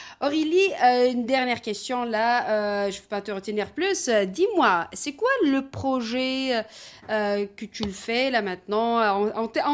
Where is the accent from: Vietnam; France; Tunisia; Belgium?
Tunisia; now in Montreal, Canada